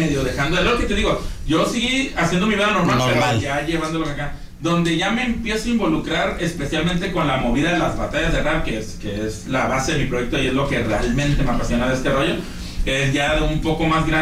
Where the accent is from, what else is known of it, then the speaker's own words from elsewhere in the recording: Puerto Vallarta, Jalisco, Mexico; Yo crecí en La Aurora.